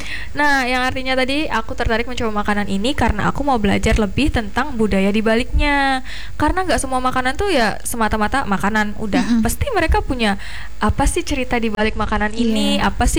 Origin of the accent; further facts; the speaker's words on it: Padang, West Sumatra, Indonesia; Karena itu udah disesuaikan sama selera kita orang Padang.